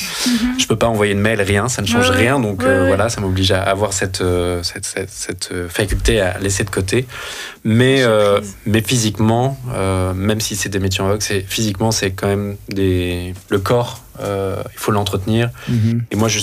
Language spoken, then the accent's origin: French; France; moved away as an adult; now in Brussels, Belgium; Moi je suis français. Mais voilà, j'ai emménagé ici en 2016.